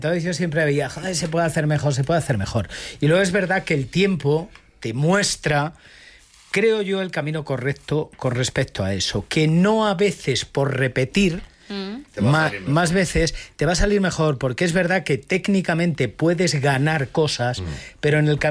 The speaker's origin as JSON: {"language": "Spanish", "town": "Montiel", "region": "Castilla-La Mancha", "country": "Spain", "tie": "born or raised there", "moved": "yes", "said": "O sea, yo recuerdo por qué salí, cuando salí de Montiel, mi pueblo y el vuestro, a partir de ahora, yo salí a jugar."}